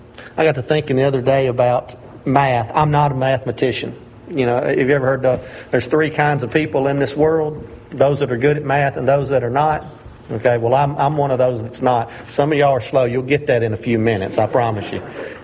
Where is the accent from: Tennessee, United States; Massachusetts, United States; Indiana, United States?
Tennessee, United States; I'm from Tennessee, and it took me forever to find Pograb, Tennessee.